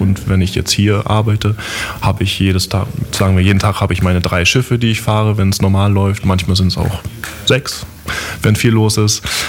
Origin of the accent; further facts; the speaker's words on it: Hamburg, Germany; Ja, ich komme aus Hamburg und hatte immer eine Verbindung hier zur Elbe und zum Meer.